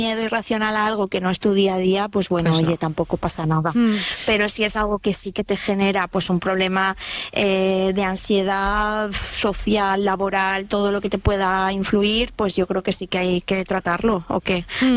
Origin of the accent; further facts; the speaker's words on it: Valencian Community, Spain; siendo valenciana.